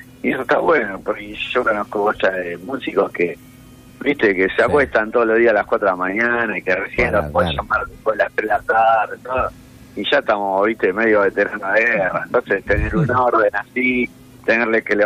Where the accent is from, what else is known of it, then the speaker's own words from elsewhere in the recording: Buenos Aires, Argentina; Pasa es que somos los tres de Piedrabuena, nosotros somos de un barrio acá de Lugano que se llama sí. Piedrabuena. Yo vivo actualmente, nací acá y sigo viviendo acá